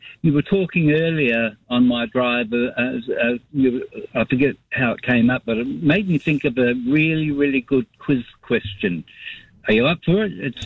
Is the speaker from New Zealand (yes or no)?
yes; Lower Hutt, Wellington, New Zealand; I grew up in Lower Hutton, Wellington.